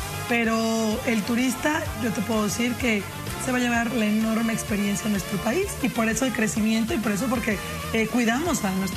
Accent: Tlaxcala, Mexico; Tlaxcala, mi tierra.

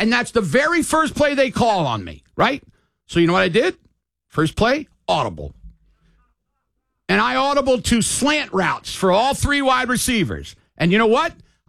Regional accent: Maryland, United States; moved away; I come from Maryland.

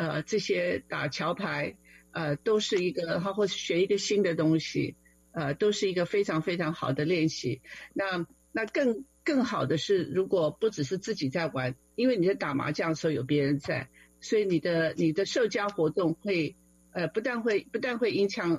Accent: Fujian, China; ，我们是福建人

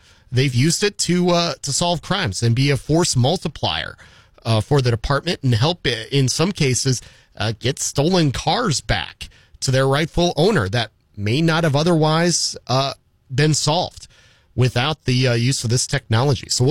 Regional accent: South Dakota, United States; He was in my home state of South Dakota this weekend for the 4th of July fireworks show at Mount Rushmore.

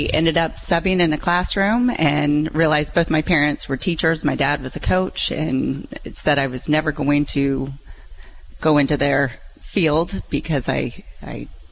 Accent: Pittsfield, Illinois, United States; moved away as an adult; now in Rochester, United States; In Pike County. So Pittsfield is my hometown.

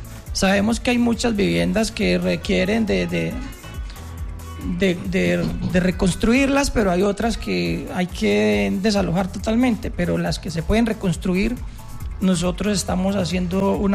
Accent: Argelia, Cauca, Colombia; La verdad es que venimos de Argelia con el corazón en la mano por todo lo que acaba de suceder, que es una tragedia que nos ha golpeado pues a todos los gente colombiano

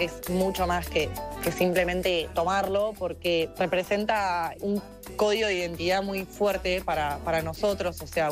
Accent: Buenos Aires, Argentina; soy de Buenos Aires, Argentina

